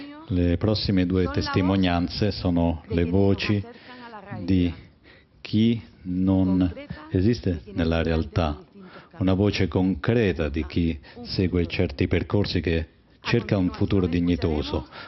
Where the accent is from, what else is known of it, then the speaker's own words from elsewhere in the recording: Nigeria; moved away; sono nigeriana, provengo da una famiglia di 8 fratelli e fin da piccolo ho imparato che cosa significa lottare ogni giorno solo per sopravvivere. Non ho lasciato il mio paese perché lo volevo